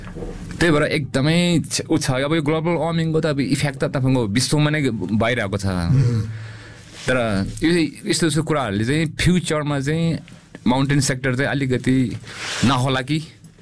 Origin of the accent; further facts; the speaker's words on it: Dolakha district, Bagmati, Nepal; तर 2006 भन्दा अगाडि म गाउँमा रलबालिङ गाउँमै बसेँ. मेरो गाउँ चाहिँ रलबालिङ गाउँ, 4200 पर्छ एल्टिट्युडमा, दोलखा जिल्लामा पर्छ, दोलखा जिल्लामा पर्छ.